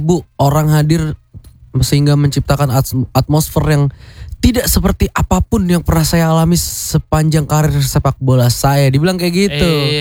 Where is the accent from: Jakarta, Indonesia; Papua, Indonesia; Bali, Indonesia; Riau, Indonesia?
Jakarta, Indonesia; gue sebagai warga Jakarta